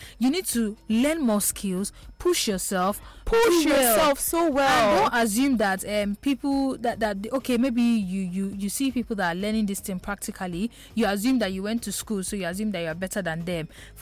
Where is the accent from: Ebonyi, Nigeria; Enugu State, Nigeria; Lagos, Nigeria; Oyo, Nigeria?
Enugu State, Nigeria; Enugu; from Enugu. Okay. Okay. From Enugu.